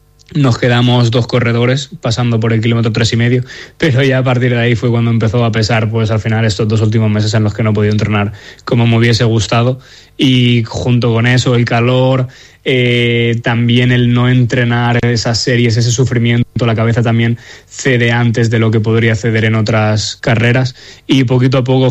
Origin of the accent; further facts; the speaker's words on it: Spain; born there; Al final yo de pequeño allí en La Olla era donde iba al instituto, o sea que prácticamente he vivido allí durante casi 6 años